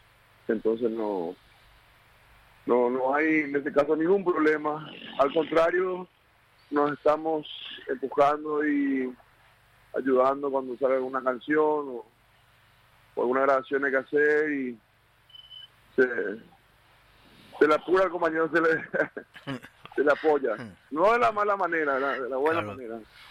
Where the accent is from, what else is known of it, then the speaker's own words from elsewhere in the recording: Paraguay; Como a veces digo, somos los paraguayos, ¿verdad?